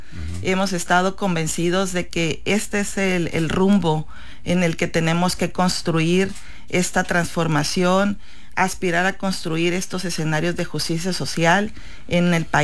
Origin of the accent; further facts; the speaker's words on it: Chametla, Sinaloa, Mexico; Ahí fue donde también conocí que mi pueblo era un pueblo de origen prehispánico